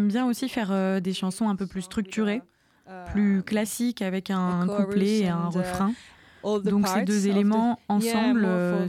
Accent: Milan, Lombardy, Italy; born there; French is a second language; now in Bologna, Italy; Je suis née à Milan et maintenant j'habite en Bologne. J'ai vécu à Milan 10 ans et j'ai déménagé pour commencer mes études et commencer à faire du chant jazz.

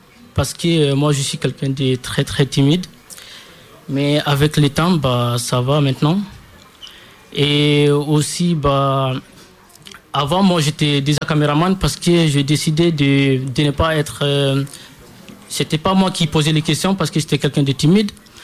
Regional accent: Guinea; now in France; j'ai 17 ans et je suis guinéen et je suis à Coalia, ça fait 3 ans.

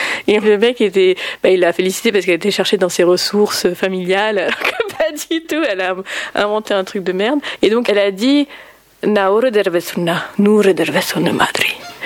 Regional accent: Auxerre, Bourgogne-Franche-Comté, France; now in Paris, France; Ouais, je suis née et j'ai grandi à Auxerre.

